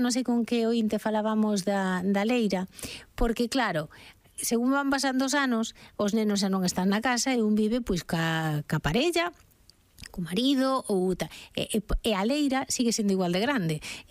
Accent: Galicia, Spain; Bueno, pero como os galegos cando plantamos, non somos pobres

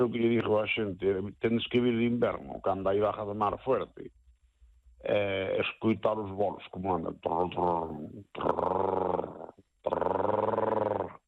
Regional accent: Galicia, Spain; born there; eu estaba nos cas vacas ali na costa donde eu nacín, e viño, eu nacín no Concello del Pique

